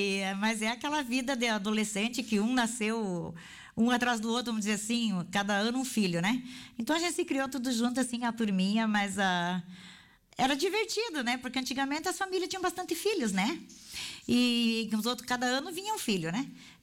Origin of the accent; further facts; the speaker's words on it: Tio Hugo, Rio Grande do Sul, Brazil; also born or lived in Ernestina; Bem, eu nasci no município de Ernestina, né? E sempre morei em Poligno do Herval. Antes pertencia a Vitor Greff. Hoje eu moro na cidade, na pequena cidade de Tio Hugo. Mas a Polino do Herval hoje pertence para Tio Hugo, né? Então, sempre morei ali, próximo.